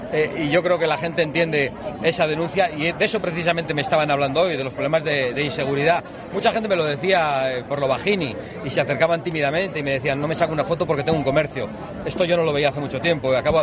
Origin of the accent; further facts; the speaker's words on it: Basque Country, Spain; Esas frases solo las había visto en mi tierra, en el País Vasco, con gente que te apoya pero tiene miedo a acercarse.